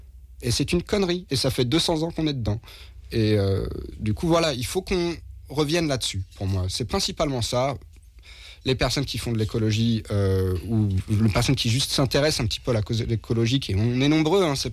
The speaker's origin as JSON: {"language": "French", "town": "Orléans", "region": "Centre-Val de Loire", "country": "France", "said": "je viens d'Orléans"}